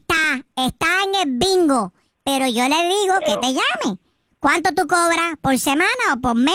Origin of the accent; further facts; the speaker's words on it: Cuba; Bueno, tú sabes, yo soy cubano.